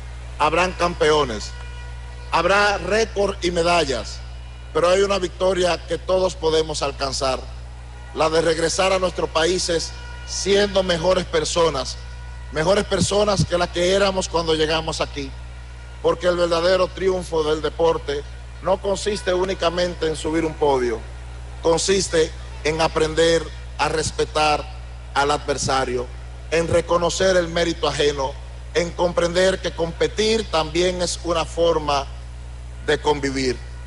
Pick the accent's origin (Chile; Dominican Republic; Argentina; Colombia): Dominican Republic